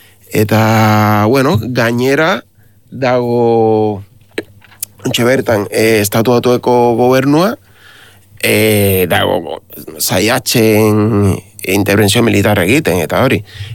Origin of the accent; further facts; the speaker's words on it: Havana, Cuba; Basque is a second language; moved away as an adult; now in Amurrio, Spain; ni 50 urte ditut, jaio nintzen Kuban, noski, eta Habanan jaio nintzen